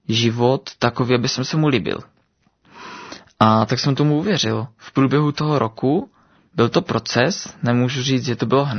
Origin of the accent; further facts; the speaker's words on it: Vsetín, Zlín Region, Czechia; born there; narodil jsem se na Vsetíně, v srdci Valašska